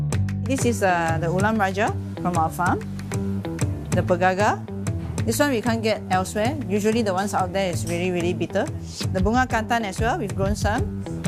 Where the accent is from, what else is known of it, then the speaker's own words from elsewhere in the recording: Malaysia; We've actually seen fruits or ingredients that as a Malaysian, we've not seen it before.